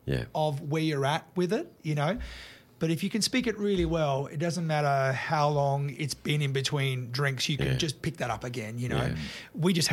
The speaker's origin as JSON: {"language": "English", "town": "Launceston", "region": "Tasmania", "country": "Australia", "tie": "born or raised there", "said": "I'm a country boy. I'm from Launceston. I grew up on a farm."}